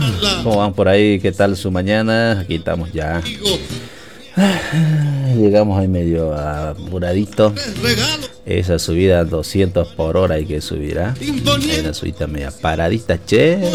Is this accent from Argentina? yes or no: no; Bolivia; yo soy bien crítico en muchas cosas, y la verdad que sí, como todo boliviano